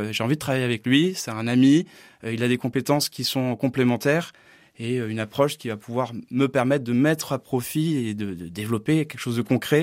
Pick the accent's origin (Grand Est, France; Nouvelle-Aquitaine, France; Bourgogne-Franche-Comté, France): Nouvelle-Aquitaine, France; Je suis originaire du Sud-Ouest, donc Gascon Béarnais.